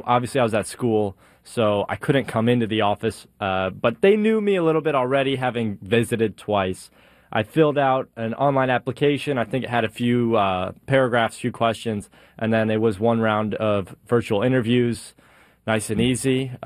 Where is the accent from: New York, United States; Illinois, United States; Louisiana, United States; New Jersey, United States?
Illinois, United States; Libertyville; moved away as an adult; now in London, Canada; I'm from Libertyville, Illinois, about an hour south of Milwaukee. I'm a senior at Western University in London, Ontario.